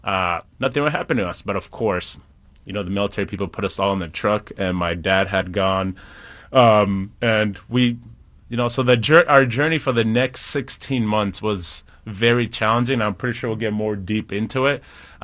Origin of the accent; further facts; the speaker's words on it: Mulenge, South Kivu, DR Congo; born there; English is a second language; I was born in Congo, in actually a small village called Mulenge. And then my parents moved to the city for a better opportunity